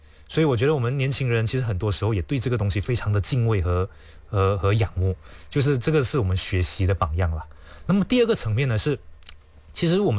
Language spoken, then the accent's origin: Chinese; Malaysia; 我们在这边土生土，我们在这边长大，在这边受教育